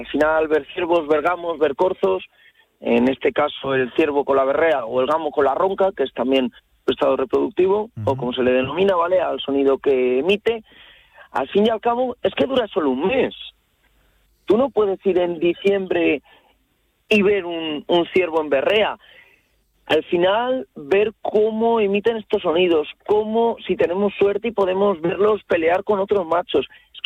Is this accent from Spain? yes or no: yes; Cuenca province, Castilla-La Mancha, Spain